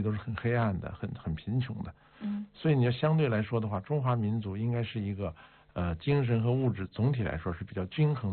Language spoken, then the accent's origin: Chinese; China; 我们中国人